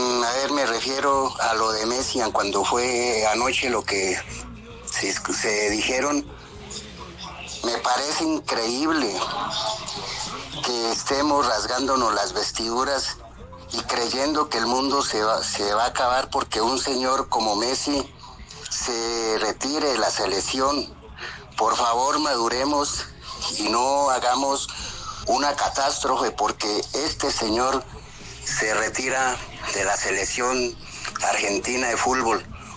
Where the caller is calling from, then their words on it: Popayán, Cauca, Colombia; Buenas noches desde Popayán.